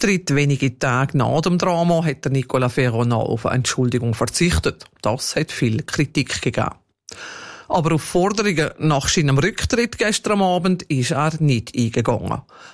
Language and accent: German; Zurich, Switzerland; Aber darf ich das als Zürcherin sagen?